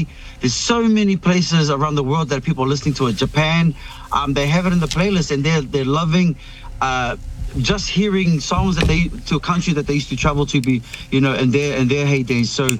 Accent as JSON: {"language": "English", "country": "Niue", "tie": "born there", "also_born_or_lived": "New Zealand", "moved": "yes", "said": "So growing up in Niue"}